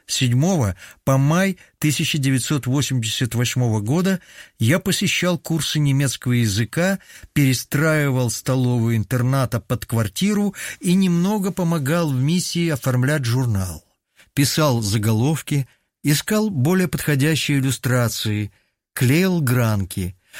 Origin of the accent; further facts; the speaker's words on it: Serebropol, Altai Krai, Russia; born there; Родился я в Алтайском крае, в степном селе с красивым названием Сереброполь.